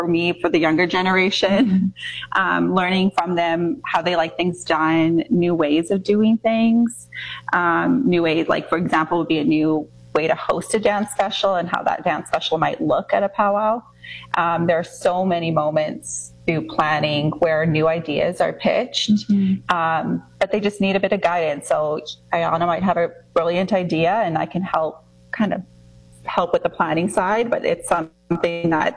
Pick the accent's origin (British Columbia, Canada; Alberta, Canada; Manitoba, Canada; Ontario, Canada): Manitoba, Canada; from Nisitchewasik Cree Nation, and I'm the founder and producer of NextGen.